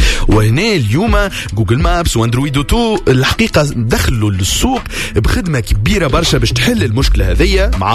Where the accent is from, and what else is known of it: Tunisia